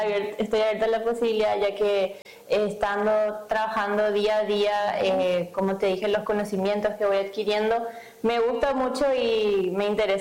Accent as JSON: {"language": "Spanish", "town": "Encarnación", "region": "Itapúa", "country": "Paraguay", "said": "De Encarnación, de Encarnación."}